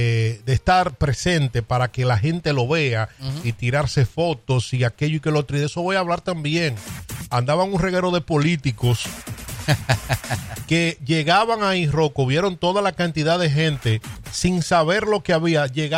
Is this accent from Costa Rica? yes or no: no; Dominican Republic